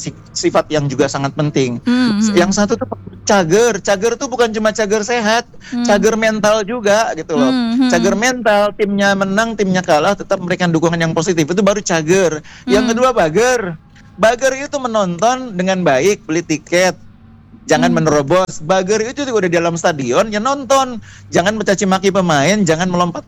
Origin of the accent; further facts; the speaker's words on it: Bandung, West Java, Indonesia; sebagai warga anak muda di Bandung ya, sebagai warga Jawa Barat secara keseluruhan